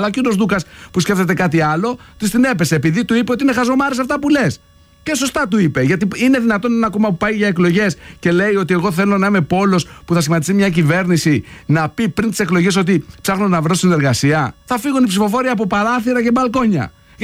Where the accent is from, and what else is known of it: Greece